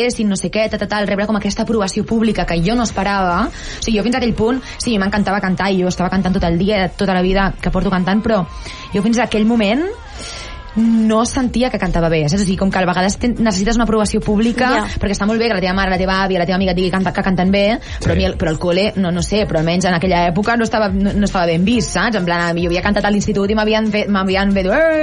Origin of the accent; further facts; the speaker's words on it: Barcelona, Catalonia, Spain; que jo vinc del Raval